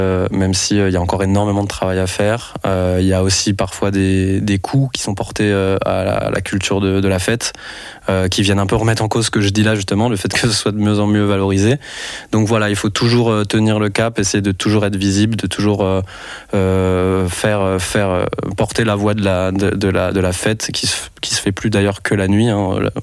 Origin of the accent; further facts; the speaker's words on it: Lyon, Auvergne-Rhône-Alpes, France; moved away as an adult; now in Brussels, Belgium; moi, je suis français, je suis d'origine, je viens de Lyon.